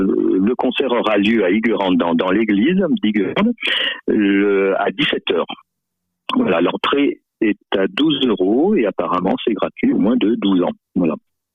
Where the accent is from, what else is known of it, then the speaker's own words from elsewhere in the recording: Auvergne-Rhône-Alpes, France; Alors moi, je suis pas du tout de la région. Hein. Je vis dans le Limousin et je suis originaire plutôt de l'Ain.